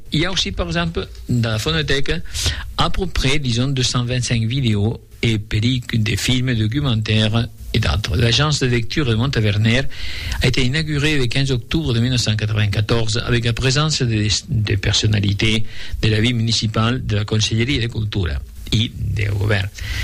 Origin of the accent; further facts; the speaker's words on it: Southern France, France; on peut être critiqué parce qu'on est méridional, on a un soleil magnifique qui nous pousse à faire la sieste, mais on travaille aussi.